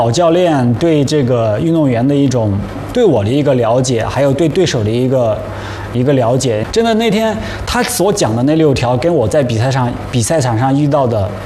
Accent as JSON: {"language": "Chinese", "region": "Yunnan", "country": "China", "said": "因为我本身我是来自云南的小城市嘛，我觉得我本身我就是一个特别朴实、特别感恩的人，然后去了，到了北京，到了首都了"}